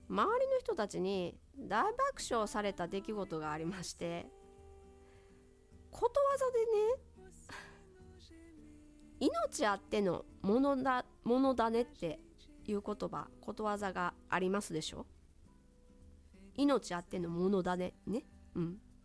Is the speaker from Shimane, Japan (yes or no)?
no; Tsu, Mie, Japan; 私はね、三重県津市の出身なんですけれども